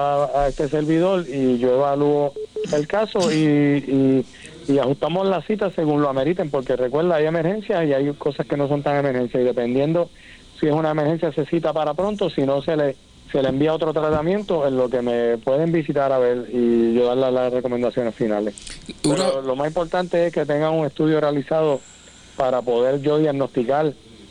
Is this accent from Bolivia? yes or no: no; Sabana Grande, Puerto Rico; moved away; also born or lived in Mayagüez; yo soy sabaneño, o sea, de ahí mis papás están. O sea que para mí es un privilegio y un honor regresar a mi pueblo, que me vio crecer y que tanto me ha dado.